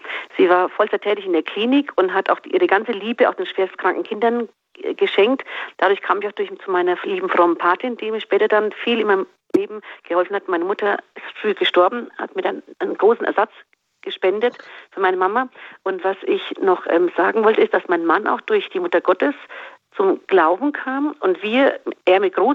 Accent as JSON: {"language": "German", "town": "Medjugorje", "region": "Federation of Bosnia and Herzegovina", "country": "Bosnia & Herzegovina", "lives_now": "Germany"}